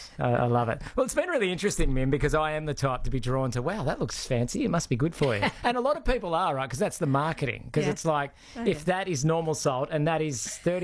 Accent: Australia; born there; Yeah, I come from a Mediterranean background. I was born in Australia, and so were my parents, but the family tree goes back to the Mediterranean

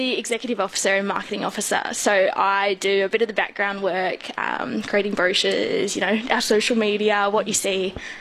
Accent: Northam, Western Australia, Australia; now in Beverley, Australia; Yeah, I grew up in Northam, again, wheat belt, and moved to Beverley about 5-6 years ago now.

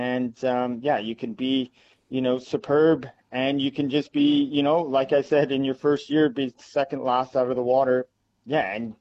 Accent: Squamish, British Columbia, Canada; now in Geraldton, Australia; I'm originally from Squamish, British Columbia.

